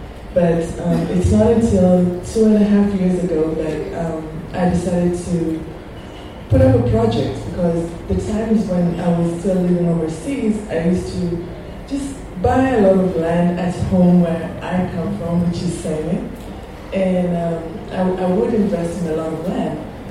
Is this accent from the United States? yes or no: no; Nairobi, Kenya; moved away; Most of my life I grew up in Nairobi, and then I went overseas when I was fairly young.